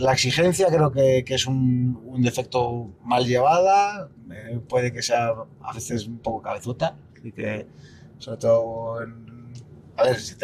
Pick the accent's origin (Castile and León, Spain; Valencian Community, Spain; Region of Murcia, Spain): Castile and León, Spain; León; born there; soy un enamorado de León